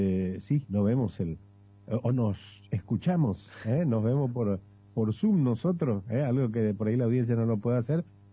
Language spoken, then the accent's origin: Spanish; Formosa, Argentina; Tengo mucha familia, soy capitalino. Tengo mucha familia en Formosa